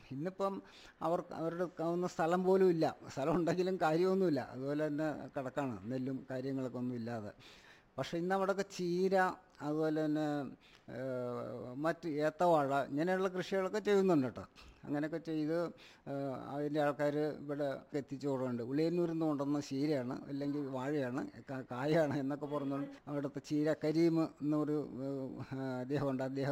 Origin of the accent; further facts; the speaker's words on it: Uliyannoor, Kerala, India; ഉളിയന്നൂരെന്നെ ഇവിടുത്തെ N S S കരയോഗത്തിൻ്റെ പ്രസിഡൻ്റാണ്. ഞാൻ 1952 ജനിച്ചതാണ്. അപ്പോൾ ഈ ഗ്രാമമായിട്ട് വളരെയധികം അടുത്തറിയാവുന്നതും ഇടപഴകിയിട്ടുള്ള ആളുമാണ്.